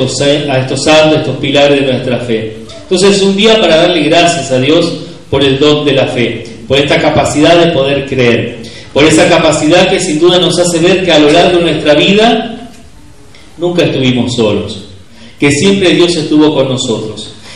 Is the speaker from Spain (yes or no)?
no; Río Gallegos, Santa Cruz, Argentina; yo soy de Río Gallegos